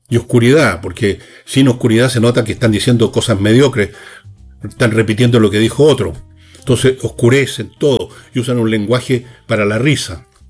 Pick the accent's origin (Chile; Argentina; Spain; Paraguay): Chile; Estamos en Chile nomás, po. Estamos en Chile